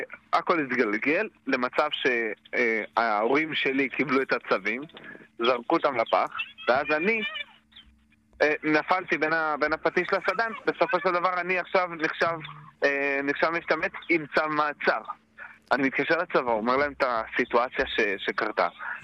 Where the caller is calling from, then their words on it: Migdal HaEmek, Northern District, Israel; אני מצפון הארץ. אתה נכון, מגדל העמק.